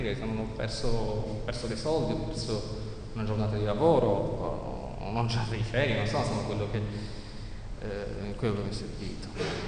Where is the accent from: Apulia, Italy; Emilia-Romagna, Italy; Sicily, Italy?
Sicily, Italy; sono siciliano